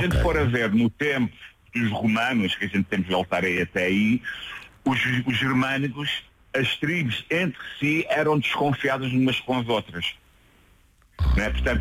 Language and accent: Portuguese; Queluz, Lisbon, Portugal; born there; o meu irmão nasceu em Lisboa, só é que nasci em Queluz.